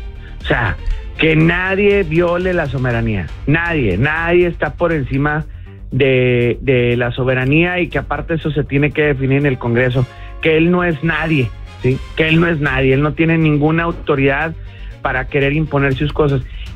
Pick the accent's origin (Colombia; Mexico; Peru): Mexico; Yo sigo siendo mexicano, yo a mí me